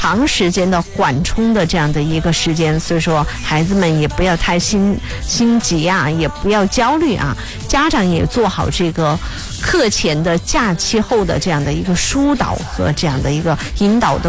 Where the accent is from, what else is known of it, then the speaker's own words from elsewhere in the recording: Jiangsu and Zhejiang, China; 我们江浙话叫卖烟筋儿啊